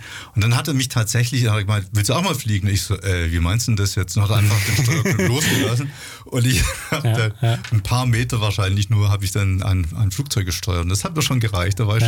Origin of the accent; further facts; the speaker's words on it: Rottenburg, Baden-Württemberg, Germany; Jetzt wollte ich gerade sagen, Rottenburg ist jetzt nicht so weit weg. Ich komme aus der Ecke Rottenburg.